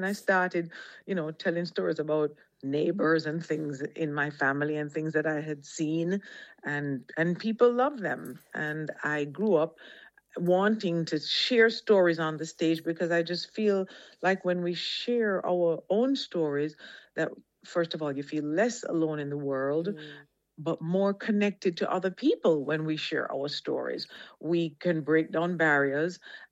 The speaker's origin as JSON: {"language": "English", "country": "Jamaica", "also_born_or_lived": "United States", "accent": "Jamaican", "moved": "as an adult", "said": "you're not going to get a job with your Jamaican accent."}